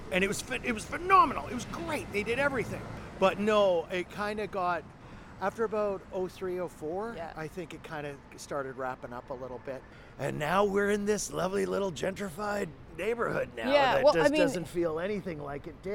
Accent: Red Deer, Alberta, Canada; now in Vancouver, Canada; were a collective from originally my hometown of Red Deer, but they had moved out here.

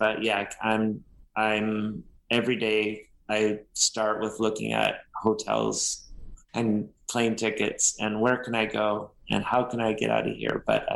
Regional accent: Canada; I'll tell people I'm from Canada

